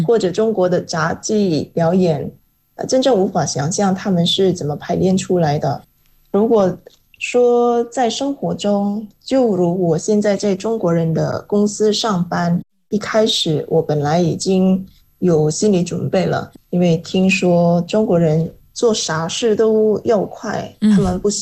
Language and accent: Chinese; Indonesia; Chinese is a second language; moved away as an adult; now in China; 我身为印尼华裔，也是同一个祖先的后代，血脉相连，同根同源啊